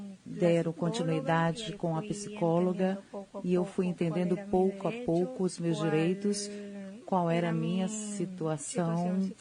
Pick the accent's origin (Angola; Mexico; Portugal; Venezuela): Venezuela; moved away as an adult; also born or lived in Peru; now in Tabatinga, Brazil; sou venezuelana, tenho 27 anos de idade. Cheguei ao Brasil em 2023, engravidei, sou venezuelana, da Venezuela vim ao Peru, do Peru ao Brasil